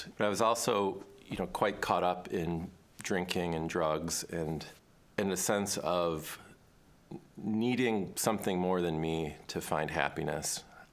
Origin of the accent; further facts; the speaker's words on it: Michigan, United States; I'm a seminarian in New York. But I grew up in Michigan through the 90s.